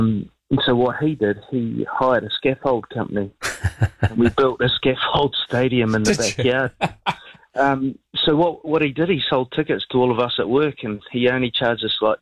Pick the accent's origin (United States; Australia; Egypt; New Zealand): New Zealand; Auckland; I grew up in Auckland and got to go to lots of concerts, I guess.